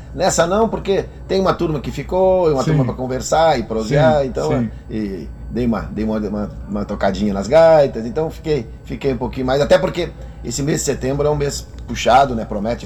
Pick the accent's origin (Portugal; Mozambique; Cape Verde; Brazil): Brazil; Porto Alegre, Rio Grande do Sul; born there; now in Barra do Ribeiro, Brazil; É, eu tô mais cidadão barrense que porto-alegrense. Eu nasci em Porto Alegre, mas...